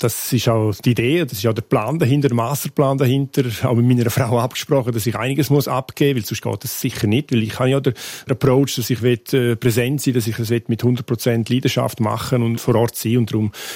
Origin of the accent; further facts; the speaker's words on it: Graubünden, Switzerland; Und ich bin ein Bündner, hundertprozentig, durch und durch.